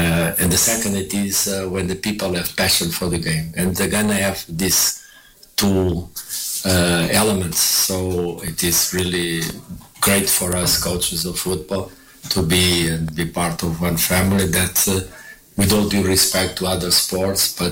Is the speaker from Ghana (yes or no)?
yes; Ghana